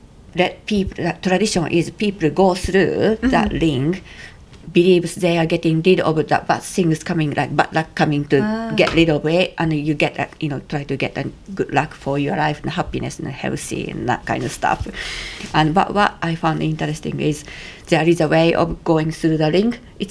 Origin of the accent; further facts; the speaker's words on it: Japan; now in United Kingdom; I'm from Japan